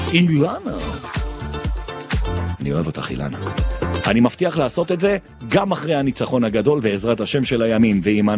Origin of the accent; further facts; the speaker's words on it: Jerusalem, Jerusalem District, Israel; אני ירושלמי, ואני שרוף ירושלים.